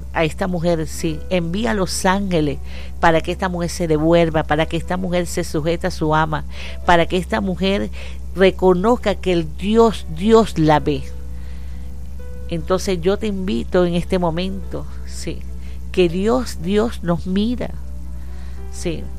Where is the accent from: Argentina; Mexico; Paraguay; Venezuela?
Venezuela; La situación que estamos viviendo como venezolanos aquí en Venezuela ahorita